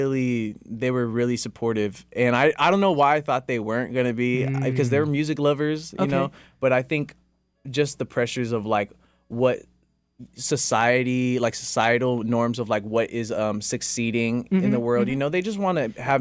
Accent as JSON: {"language": "English", "town": "Tracy", "region": "California", "country": "United States", "tie": "born or raised there", "said": "No. I'm born and raised in Tracy."}